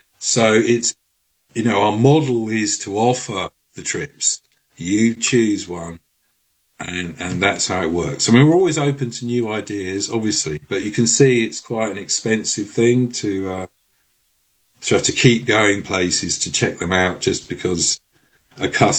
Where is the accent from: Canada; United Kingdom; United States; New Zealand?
United Kingdom; London; And, as a Londoner, I'm fascinated by, at that point, the biggest city in Europe